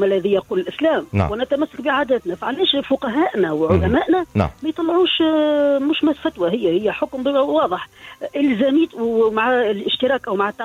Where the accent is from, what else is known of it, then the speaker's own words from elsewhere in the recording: Tunisia; لماذا في تونس عندنا عادات أظن أنها بعيدة شوية عن العقيدة؟